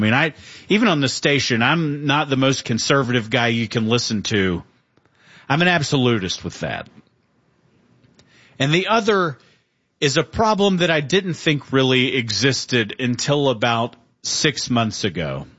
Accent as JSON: {"language": "English", "country": "United States", "said": "As an American"}